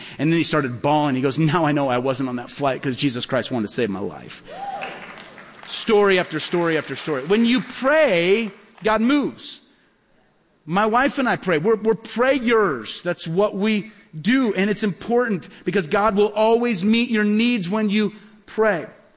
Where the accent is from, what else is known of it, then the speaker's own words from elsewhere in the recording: Peoria, Illinois, United States; So I went back to my hometown of Peoria, Illinois to preach at this church one weekend.